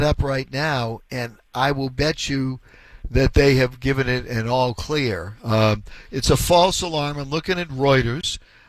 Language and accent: English; Hyde Park, Massachusetts, United States; I grew up in Hyde Park too, as you probably know. I'm a Reedville boy